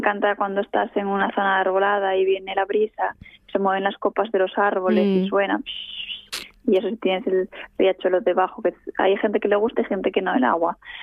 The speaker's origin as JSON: {"language": "Spanish", "region": "Asturias", "country": "Spain", "accent": "fala", "said": "Aunque aquí no hablemos asturiano, falamos fala"}